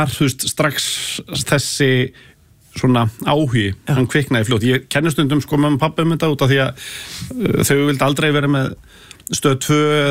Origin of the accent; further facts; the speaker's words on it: Hafnarfjörður, Capital Region, Iceland; Ég er alin upp í Hafnarfirði ég er haffyrringur í húð og hár